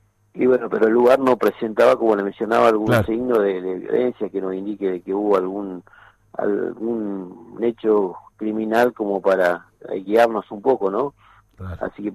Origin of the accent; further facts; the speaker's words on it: Chos Malal, Neuquén, Argentina; somos de Chosmalal